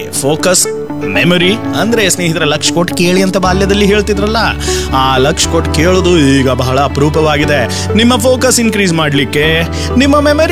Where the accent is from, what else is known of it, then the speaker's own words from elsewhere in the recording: Karnataka, India; born there; ನಮ್ಮ ಊರಿಂದ ಬೆಳಗಾವಿ 11-8 kilometers ಇರ್ಬೋದ್ರೆ